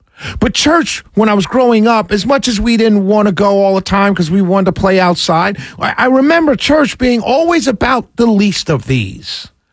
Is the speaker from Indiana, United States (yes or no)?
no; New York, United States; I grew up in St. James, in St. James Presbyterian Church in Harlem, New York, the greatest little village in the entire world.